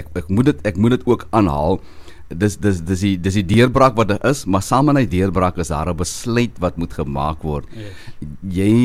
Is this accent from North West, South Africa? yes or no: no; Mossel Bay, Western Cape, South Africa; born there; En dan ons mense daar in Mosselbaai, ons sal sê die homies, almal in my geboortedorp Mosselbaai